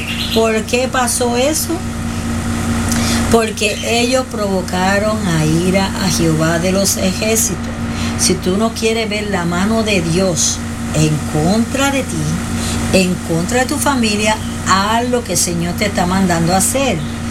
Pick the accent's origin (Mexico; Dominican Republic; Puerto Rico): Puerto Rico; moved away; yo soy puertorriqueña